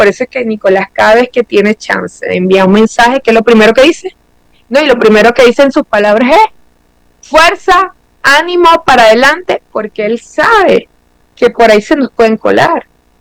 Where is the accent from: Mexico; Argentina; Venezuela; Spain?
Venezuela; yo me siento como mujer y como venezolana bien representada.